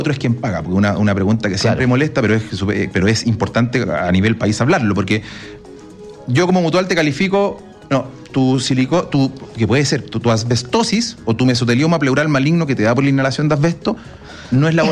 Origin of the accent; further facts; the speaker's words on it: Chile; Ahora, yo como lo veo como chileno, ajá, sé que hay brechas.